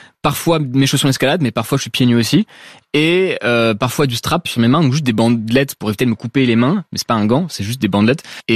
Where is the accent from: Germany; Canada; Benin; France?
France; Paris, Île-de-France; Alors, j'ai grandi à Paris. Donc du coup, j'ai grandi autour des gratte-ciel